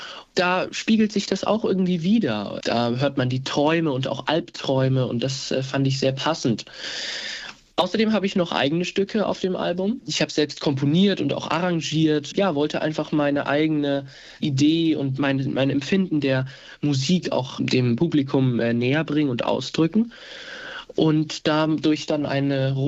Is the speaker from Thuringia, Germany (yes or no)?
yes; Weimar, Thuringia, Germany; Ich wurde in Weimar geboren